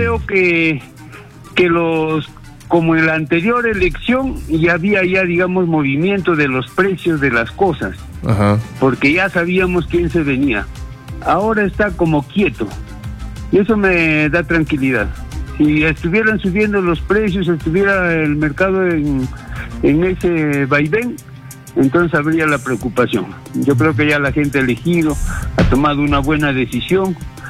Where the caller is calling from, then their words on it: Huancayo, Junín, Peru; desde Huancayo